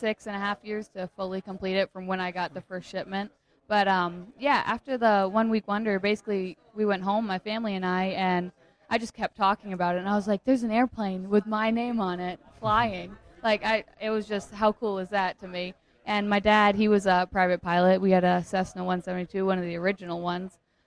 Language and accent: English; Maine, United States; moved away as an adult; now in Daytona Beach, United States; I'm originally from Maine, but I live in Daytona Beach going to Embry-Riddle.